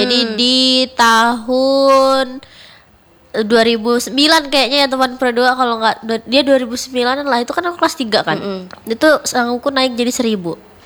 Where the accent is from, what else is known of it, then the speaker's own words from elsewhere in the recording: Java, Indonesia; now in Samarinda, Indonesia; Kan Ain dari Sulawesi kesini aku dari Jawa kesini juga.